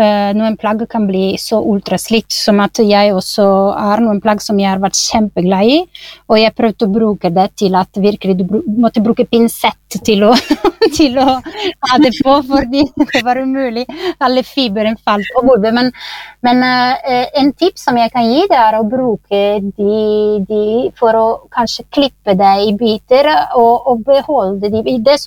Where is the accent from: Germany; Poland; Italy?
Italy; Norwegian is a second language; now in Norway; jeg kommer fra Italia